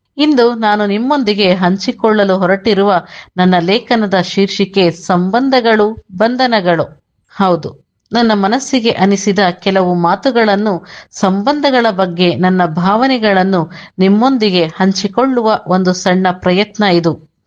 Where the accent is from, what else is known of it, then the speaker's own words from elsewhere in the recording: Tumakuru, Karnataka, India; ನನ್ನ ಊರು ಕಲ್ಪತರುನಾಡು, ತುಮಕೂರು.